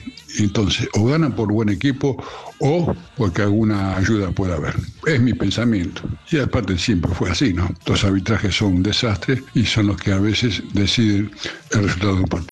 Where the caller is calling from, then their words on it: Buenos Aires, Argentina; de Floresta 667.